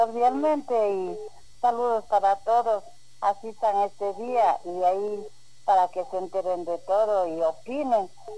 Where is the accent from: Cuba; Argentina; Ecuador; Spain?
Ecuador; Cusubamba, Cotopaxi